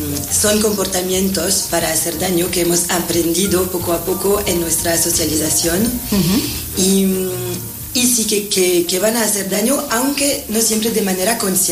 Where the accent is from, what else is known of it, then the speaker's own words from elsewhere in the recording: Belgium; Spanish is a second language; now in Spain; Soy belga.